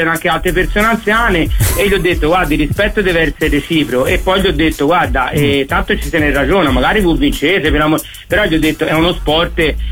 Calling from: Florence, Tuscany, Italy; io sono fiorentino, vivo a Montespettoli

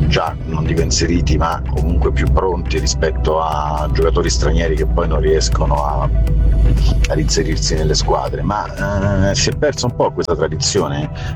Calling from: Rome, Lazio, Italy

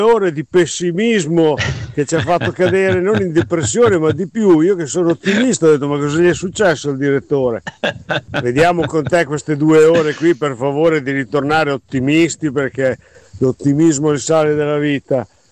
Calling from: Imola, Emilia-Romagna, Italy; da Imola.

